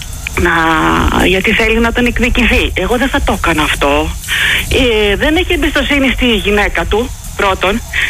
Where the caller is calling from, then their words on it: Thessaloniki, Central Macedonia, Greece; Είμαι Θεσσαλονικιά